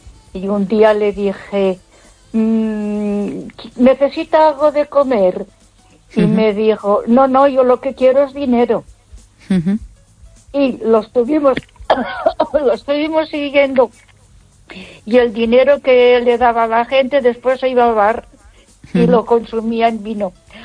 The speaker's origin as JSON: {"language": "Spanish", "town": "Ponferrada", "region": "Castile and León", "country": "Spain"}